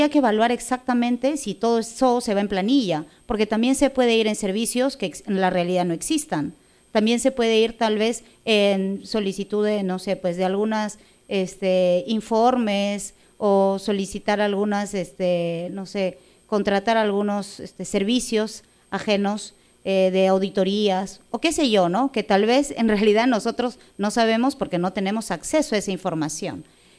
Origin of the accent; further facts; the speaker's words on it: Punta Hermosa, Lima, Peru; han descubierto de que efectivamente nosotros somos de Punta Hermosa.